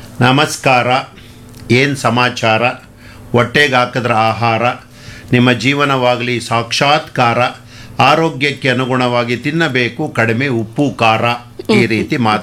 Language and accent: Kannada; Karnataka, India; ನಮ್ಮ ಹೊಸಕೋಟೆ ತಾಲೂಕು ಅರೆಹಳ್ಳಿ ಗ್ರಾಮ ಕಲ್ಕುಂಟೆ ಅಗ್ರಹಾರ ಅನ್ನೋ ಶ್ರೀ ರಂಗನಾಥ ಪ್ರೌಢಶಾಲೆಯಲ್ಲಿ ನಂದು 10ನೇ ತರಗತಿ ತನಕ ವಿದ್ಯಾಭ್ಯಾಸ.